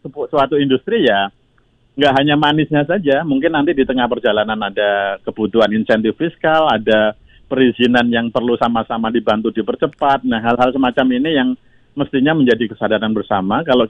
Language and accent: Indonesian; Bojonegoro, East Java, Indonesia; Kebetulan saya dari Bojonegoro, Mas.